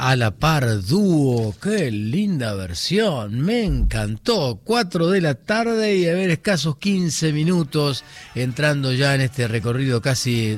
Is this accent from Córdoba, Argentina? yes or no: yes; Córdoba, Argentina; born there; si yo nací en Córdoba, que soy del exterior